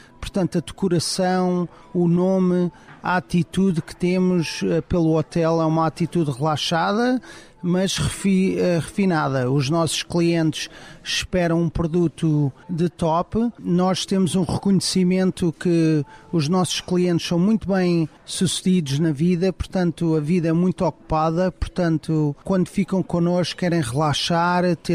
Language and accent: Portuguese; Portugal; moved away as an adult; now in West Palm Beach, United States; eu cresci também em Portugal, nós somos um país de futebol